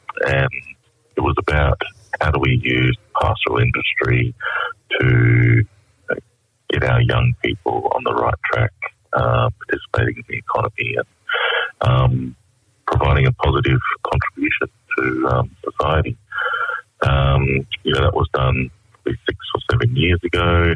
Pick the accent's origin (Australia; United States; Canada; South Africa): Australia; Broome, Western Australia; I'm originally from Broome and have connections to Nauru and every other country.